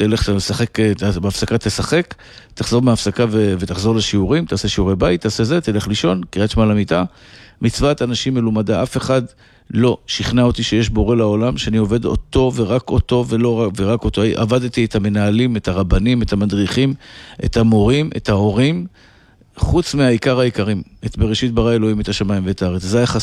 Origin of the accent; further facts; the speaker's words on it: Bnei Brak, Tel Aviv District, Israel; אני גדלתי בבתי אבות פונוביץ', בהארדקור של החרדים בבני ברק. זה המקום שגדלתי בו.